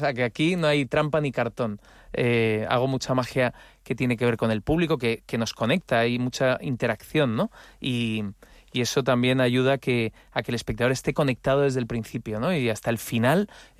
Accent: Madrid, Community of Madrid, Spain

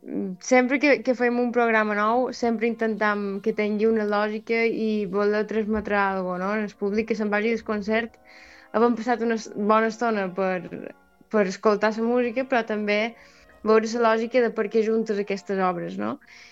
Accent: Felanitx, Balearic Islands, Spain; i els altres tres són catalans, en Joan és de Reus, en Oriol d'Alcanar i en Xavi de Olesa de Montserrat i jo de Felanitx.

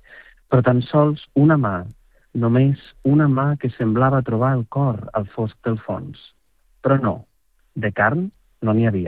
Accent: Catalonia, Spain

